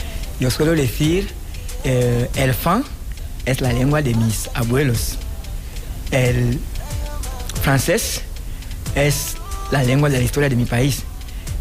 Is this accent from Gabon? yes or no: yes; Gabon; Spanish is a second language; nativo de Gabón.